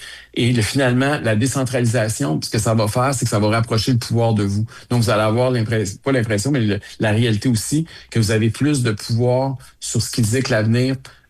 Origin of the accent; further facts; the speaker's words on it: Quebec, Canada; Moi, je suis un Québécois d'abord, je suis un francophone.